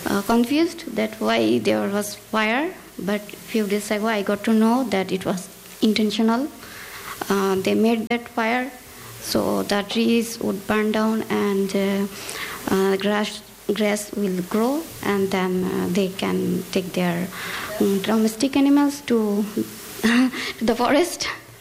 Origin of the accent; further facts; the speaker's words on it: Bangladesh; French is a second language; moved away as an adult; now in Lourdes, France; je viens du Bangladesh, je suis arrivée en France le 13 février 2026.